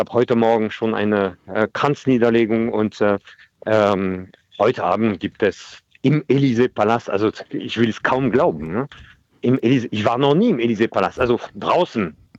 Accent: France; now in Germany; Für mich als Franzose, der irgendwann nach Deutschland kam, der dachte, er bleibt nur ein paar Monate, dann bleibe ich länger, dann werde ich Deutscher.

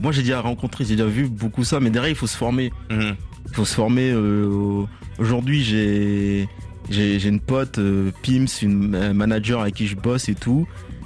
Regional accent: Benin; Je suis originaire du Bénin, je fais de l'Afro Future Vibes.

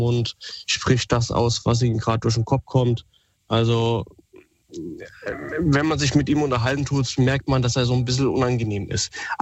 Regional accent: Wiesbaden, Hesse, Germany; Zweite Geschichte natürlich, ich komme aus Wiesbaden.

